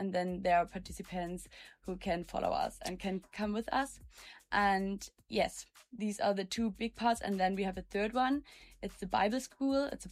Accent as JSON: {"language": "English", "region": "southwest Germany", "country": "Germany", "said": "I'm 25 years old and I come from Germany, from the Southwest."}